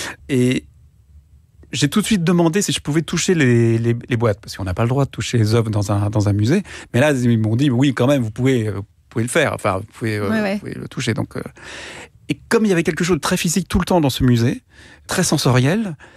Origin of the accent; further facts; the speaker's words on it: Centre-Val de Loire, France; born there; je suis né en Indre-et-Loire, dont le numéro de département, c'est le 37.